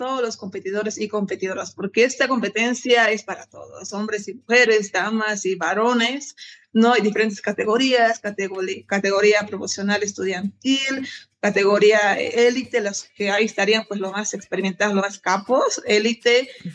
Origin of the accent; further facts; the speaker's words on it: Bolivia; como bolivianos que somos, siempre a última semana, a última hora